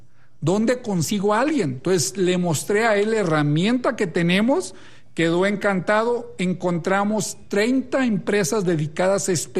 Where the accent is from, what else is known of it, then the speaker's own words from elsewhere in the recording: Torreón, Coahuila, Mexico; now in Guadalajara, Mexico; Torreón, Coahuila.